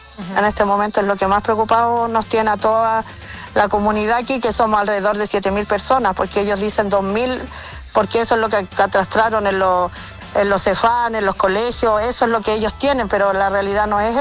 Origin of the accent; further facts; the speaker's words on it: Chile; es algo que no me lo explico yo como chilena